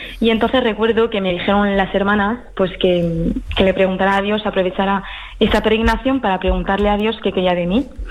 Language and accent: Spanish; Paris, Île-de-France, France; moved away as an adult; soy francesa, mi padre es francés, mi madre española, murciana, y yo nací en París y viví allí hasta los 22 años, hasta que entré al convento.